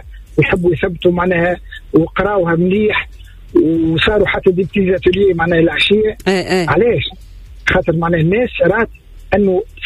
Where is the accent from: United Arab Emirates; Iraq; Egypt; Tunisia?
Tunisia